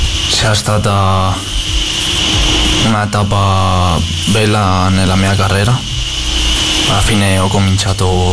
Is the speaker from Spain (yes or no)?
yes; Spain; Italian is a second language; Sono troppo felice alla fine del mio paese dove sono cresciuto. E sono troppo felice che ha vinto il mondiale la Spagna.